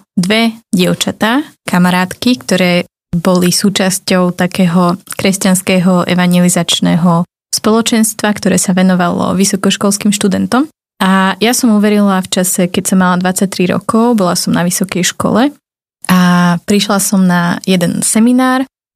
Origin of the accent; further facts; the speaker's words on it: Bratislava, Bratislava Region, Slovakia; Som pôvodom z Bratislavy